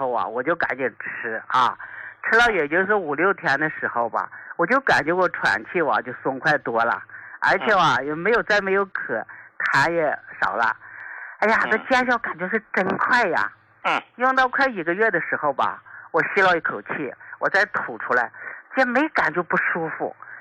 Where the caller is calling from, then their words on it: Shanxi, China; 我是山西的一名听众。